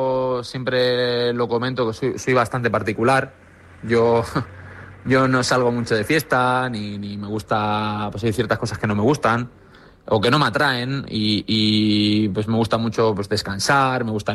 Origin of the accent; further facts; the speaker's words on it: Canary Islands, Spain; Me crío en Fuerteventura, aunque mi acento no lo indica así, yo me crío en Fuerteventura, entonces vivimos la crisis de los cayucos.